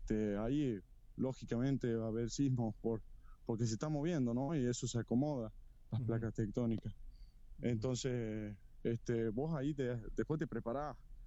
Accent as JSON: {"language": "Spanish", "country": "Argentina", "said": "Yo quiero trabajar en mi país, lo que quiero, no me quiero ir a buscar al extranjero, un trabajo"}